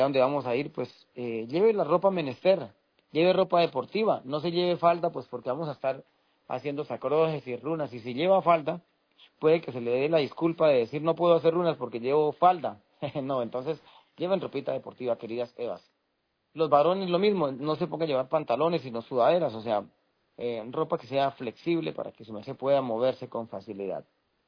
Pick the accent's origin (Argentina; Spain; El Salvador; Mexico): El Salvador; Tengo unos hermanos aquí en mi país del Salvador